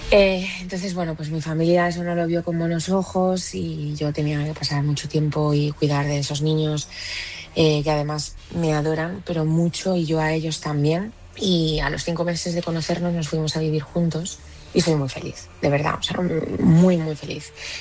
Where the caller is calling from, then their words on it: Madrid, Community of Madrid, Spain; soy de aquí de Madrid.